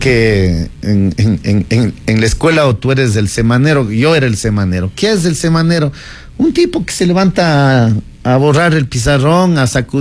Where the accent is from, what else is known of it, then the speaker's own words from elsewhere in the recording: Ecuador; soy el único ecuatoriano que ha exportado más bien una franquicia fuera del país